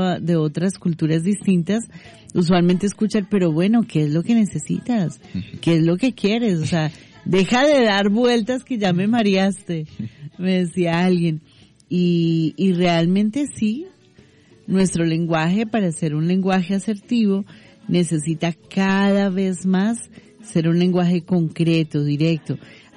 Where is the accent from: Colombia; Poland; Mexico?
Colombia